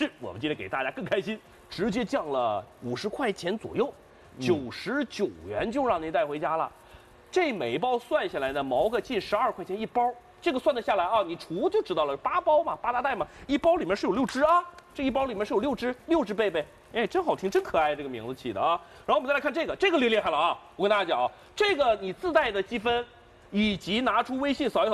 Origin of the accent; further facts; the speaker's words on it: northern China, China; now in Shanghai, China; 我来上海这么久，我没有见过这叫馒头。大家应该理解我是北方长大的